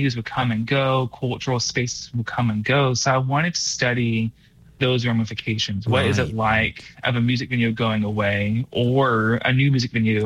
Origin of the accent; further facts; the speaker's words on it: Austin, Texas, United States; moved away as an adult; I grew up around Austin, so music has always been part of my life.